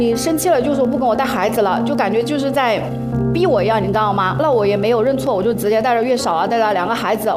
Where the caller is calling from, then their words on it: Changsha, Hunan, China